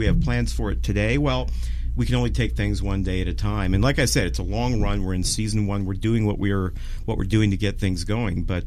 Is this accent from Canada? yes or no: yes; Toronto, Ontario, Canada; I'm from Toronto, Ontario, and we have production facilities in Vancouver, BC as well.